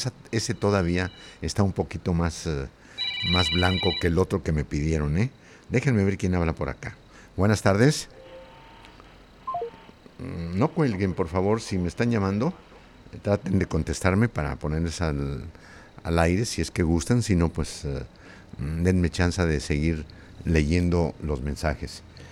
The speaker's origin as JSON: {"language": "Spanish", "town": "Tlaltenango", "region": "Zacatecas", "country": "Mexico", "tie": "born or raised there", "moved": "yes", "said": "soy de un pueblo que se llama Tlaltenango, Zacatecas. Yo comencé allá en mi pueblo"}